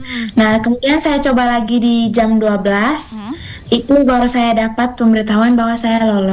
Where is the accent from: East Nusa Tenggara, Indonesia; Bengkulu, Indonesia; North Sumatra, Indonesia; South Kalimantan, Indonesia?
East Nusa Tenggara, Indonesia; Bajawa; Saya tamatan dari SMA Katolik Suradikara Ende dan asal saya dari Bajawa. Sekarang umur saya 18 tahun.